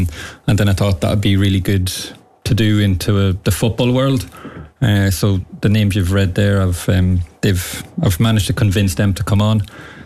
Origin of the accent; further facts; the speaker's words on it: Ireland; I'm the Irish Eddie Hearn.